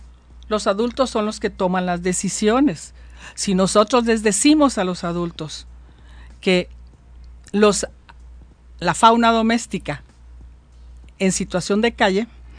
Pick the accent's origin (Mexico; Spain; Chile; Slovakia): Mexico; Yo soy una mexicana que fruto vendía